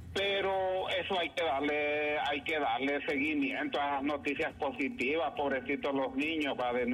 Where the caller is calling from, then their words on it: Siguatepeque, Comayagua, Honduras; Yo soy de Siguatepeque